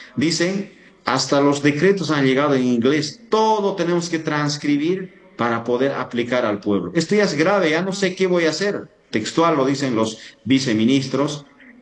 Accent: Bolivia

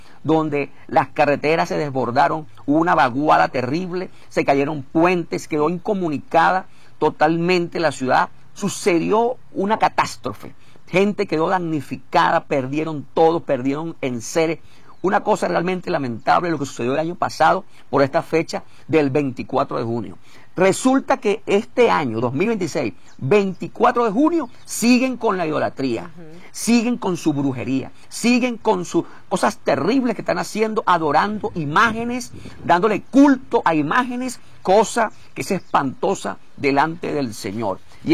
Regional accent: Venezuela; moved away; mi país, Venezuela

